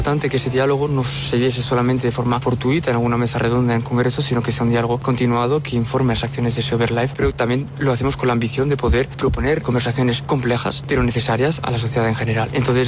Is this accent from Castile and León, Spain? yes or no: yes; Briviesca, Castile and León, Spain; yo nací, crecí y me crié en Briviesca, en un pueblo en el norte de Burgos, y bueno, pues siempre hemos estado rodeados de naturaleza.